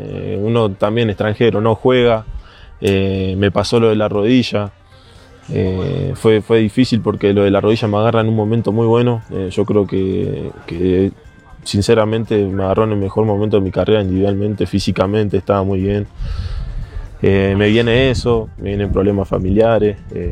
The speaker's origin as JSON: {"language": "Spanish", "country": "Uruguay", "moved": "as an adult", "said": "quería quedarme en mi país, quería quedarme en Uruguay"}